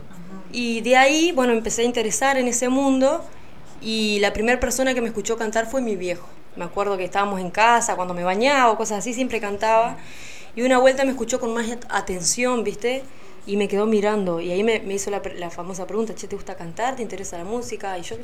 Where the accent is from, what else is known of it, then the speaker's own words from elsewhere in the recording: Piedras Blancas, Entre Ríos, Argentina; mi pueblo, de Piedras Blancas